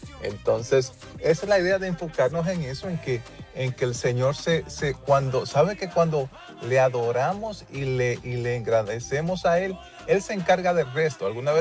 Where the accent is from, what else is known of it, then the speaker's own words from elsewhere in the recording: Dominican Republic; now in Chicago, United States; Soy dominicano, aunque vivo aquí en Chicago, pero soy dominicano, y mis padres todavía son pastores allá en la República Dominicana.